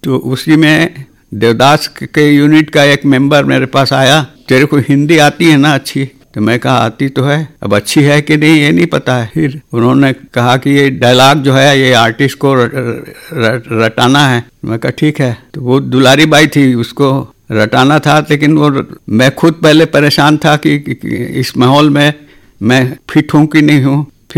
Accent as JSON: {"language": "Hindi", "area": "a village in Raipur district", "region": "Chhattisgarh", "country": "India", "tie": "born or raised there", "first_language": "Chhattisgarhi", "second_language": "Hindi", "said": "रायपुर जिले का ही एक ग्राम है कुर्रा बंगोली, यहाँ से 30 किलोमीटर है, वहाँ मेरा जन्म हुआ और प्राइमरी स्कूल की शिक्षा मेरे को उसी गाँव से मिली।"}